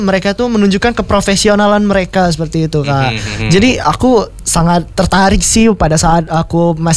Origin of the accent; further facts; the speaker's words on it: Palembang, South Sumatra, Indonesia; Aku dari Mandua Palembang.